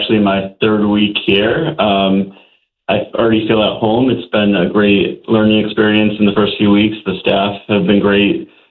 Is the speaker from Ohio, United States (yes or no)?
no; New Britain, Connecticut, United States; I was born and raised in New Britain, Connecticut.